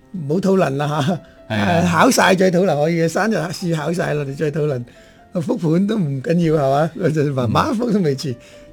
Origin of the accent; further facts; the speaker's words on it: Guangdong, China; 我哋广东人